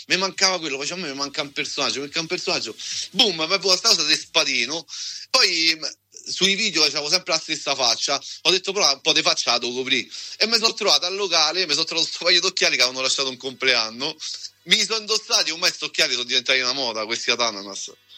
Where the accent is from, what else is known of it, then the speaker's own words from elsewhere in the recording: Rome, Lazio, Italy; Ciao Eleonora, vengo da Roma